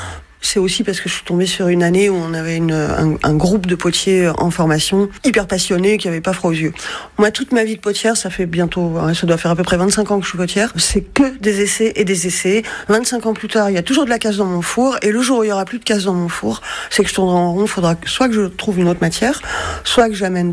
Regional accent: Lyon, Auvergne-Rhône-Alpes, France; J'ai grandi à Lyon, mais j'ai passé beaucoup de temps en Normandie, beaucoup de temps à Lille et beaucoup de temps à Belle-Île, en mer.

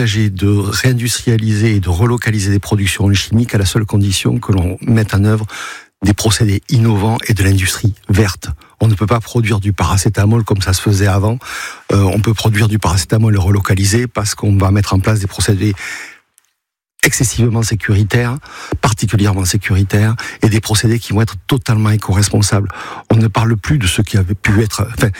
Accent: Toulouse, Occitanie, France; Comme en tant que Toulousain, nous aussi, on a vécu cette catastrophe et on y est très sensible.

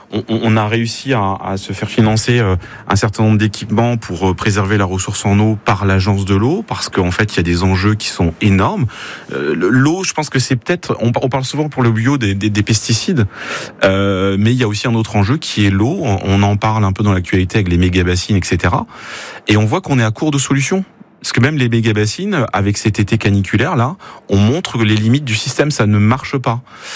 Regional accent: Brittany, France; par exemple chez moi en Bretagne, il y a des grandes serres

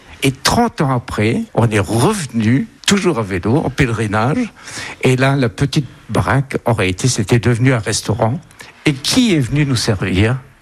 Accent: Grand Est, France; moved away as an adult; now in Dordogne, France; moi, je suis originaire de Lorraine et le Luxembourg était à 15 km avec une superbe piscine.

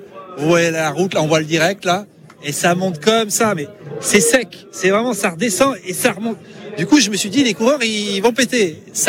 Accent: Lyon, Auvergne-Rhône-Alpes, France; Je suis de Lyon, oui.

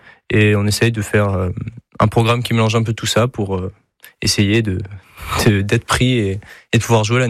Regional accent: Brittany, France; Moi, je viens du Pays Gallo, donc aussi des avant-deux.

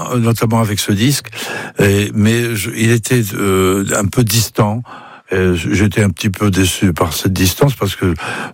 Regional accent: Nouvelle-Aquitaine, France; mais moi je suis du Lot-et-Garonne

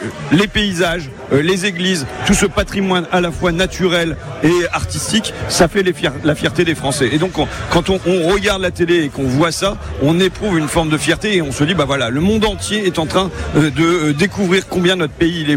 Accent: Hauts-de-France, France; je passais mes étés chez moi, en Picardie.

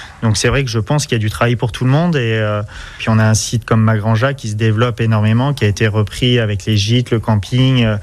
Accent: Royère-de-Vassivière, Nouvelle-Aquitaine, France; Je suis originaire de Royères de Vassivière, donc du coup, voilà, c'est pour ça qu'aussi j'ai toujours voulu rester dans ma commune

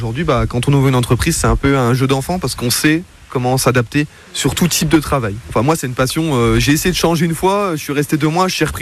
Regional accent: Épinal, Grand Est, France; born there; Je suis vosgien. Je suis pas originaire d'ici, moi je suis né à Épinal, qui est à 30 minutes d'ici.

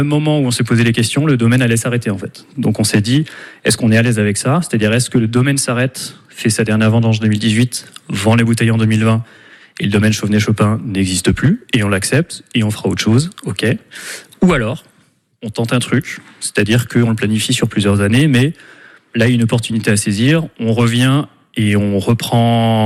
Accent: Nuits-Saint-Georges, Bourgogne-Franche-Comté, France; moved away as an adult; also born or lived in Beaune; Tu es devant la maison où j'ai grandi. Hein. Moi, je suis né à Beaune.

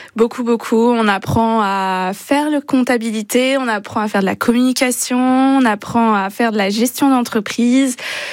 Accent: Auvergne-Rhône-Alpes, France; now in Clermont-Ferrand, France; Bah, en fait, pour vous dire, moi, je suis pas de Clermont. Je suis du Beaujolais.

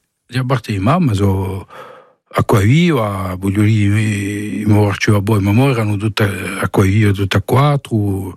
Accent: Ajaccio, Corsica, France; also born or lived in Paris; sono nato in Parigi parecchi anni fa. Dopo sono giunto in Corsica nel 75, ho fatto la muscolarità in Ajaccio.

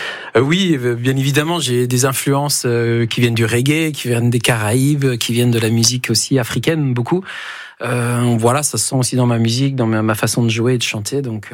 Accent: Australia; also born or lived in Colombia; Et alors je parle pas espagnol parce que j'ai quitté la Colombie très tôt pour aller en Australie assez petit.

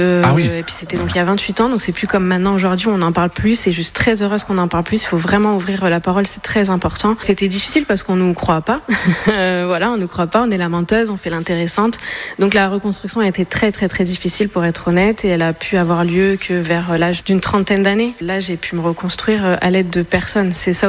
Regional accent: Fréjus, Provence-Alpes-Côte d'Azur, France; moved away as an adult; Je suis une petite varoise. Je viens de Fréjus parce que mon papa était dans la marine. Je suis restée jusqu'à 25 ans

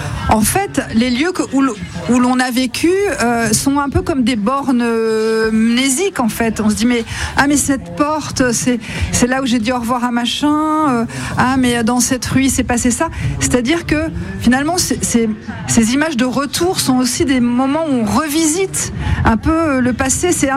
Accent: Le Havre, Normandy, France; moved away as an adult; Alors j'ai grandi là, alors je ne suis pas originaire de cette ville, mes parents sont venus y vivre au milieu des années 60, et je l'ai quitté après le bac

